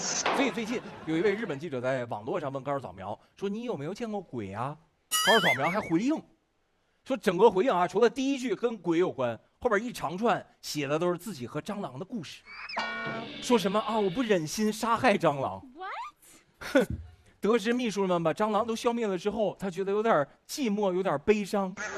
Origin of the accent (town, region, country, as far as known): Guangdong, China